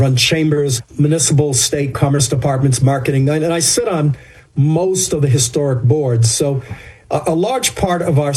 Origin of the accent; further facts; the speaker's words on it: Newport, Rhode Island, United States; born there; I was born in Newport. My granddaughter represents the 11th generation of our family of color tied to Newport.